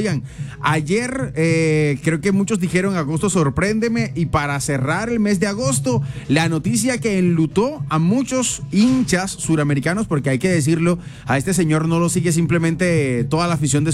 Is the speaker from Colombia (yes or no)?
yes; Colombia; Yo, como colombiano